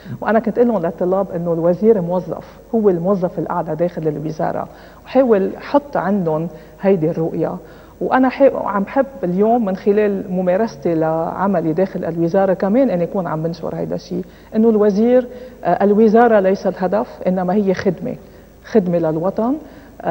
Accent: Lebanon; لبنان بيتميز بأمور كتيرة، نحن لبنانيين بنتميز بأمور كتيرة

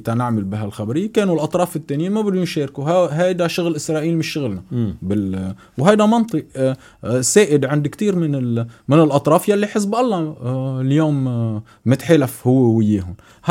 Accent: Lebanon; بحرب لمصلحة لنا فيها كلبنانيين

